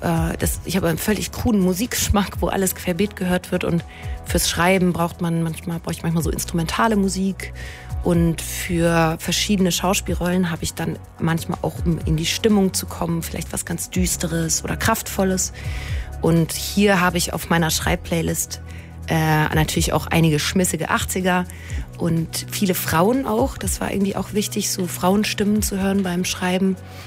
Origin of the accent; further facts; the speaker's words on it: Bavaria, Germany; accent: Upper Bavarian; Es könnte sein, dass mal der ein oder andere fränkische Satz rausrutscht oder mein Oberbayerisch, was ich quasi aus meiner Kindheit noch kann.